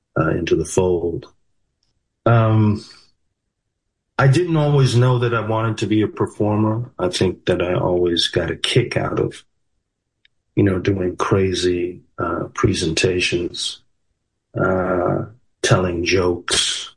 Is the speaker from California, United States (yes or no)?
yes; Los Angeles, California, United States; also born or lived in Berkeley, United States; we moved from Berkeley, California, which is where I was born, to Los Angeles, California, which is where I grew up.